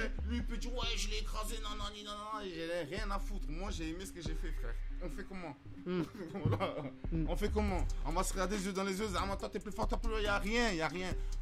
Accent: Côte d’Ivoire; Je suis un ivoirien.

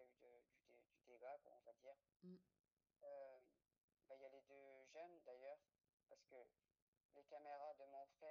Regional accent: France; vous savez que les voyageurs, on est français. On est même plus français que certains Français qui vivent en France. J'en ai français depuis des générations, on n'a jamais bougé de la France.

